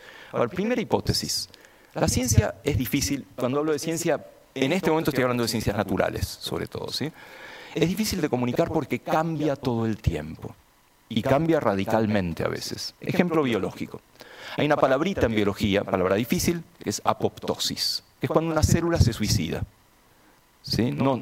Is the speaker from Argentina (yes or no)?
yes; Argentina; instituciones muy importantes en mi país